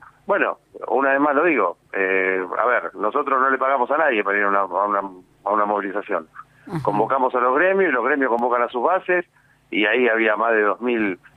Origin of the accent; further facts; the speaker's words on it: Argentina; Bueno, nosotros somos argentinos y creemos que lo mejor que podemos hacer es un paro a lo argentino.